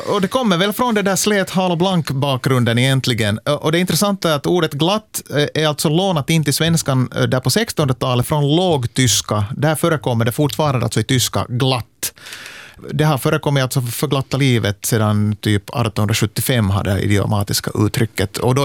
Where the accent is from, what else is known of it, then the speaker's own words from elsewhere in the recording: Ostrobothnia, Finland; det kan ju hända att det beror på att jag är från Österbotten